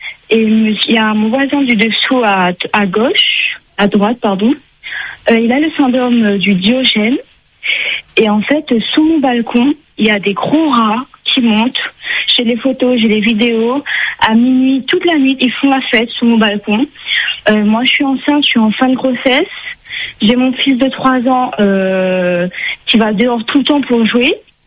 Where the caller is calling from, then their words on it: L'Étang-Salé, Réunion; moi j'habite à l'Étang-Salé.